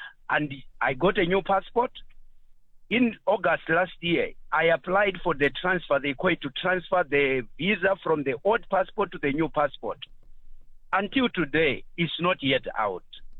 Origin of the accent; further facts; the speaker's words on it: Malawi; moved away as an adult; My worry is I'm originally from Malawi. I came here to study in 2009.